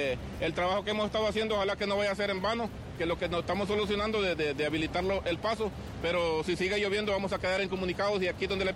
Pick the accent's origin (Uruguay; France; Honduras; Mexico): Honduras; somos hondureños